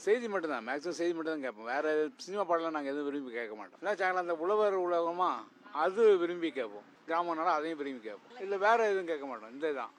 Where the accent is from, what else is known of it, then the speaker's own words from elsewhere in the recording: Tamil Nadu, India; என்னுடைய சொந்த ஊர் வந்து புளியம்பட்டி பக்கத்தில் அக்காணிக்க முடியுங்க, சிறிய வில்லேஜ்.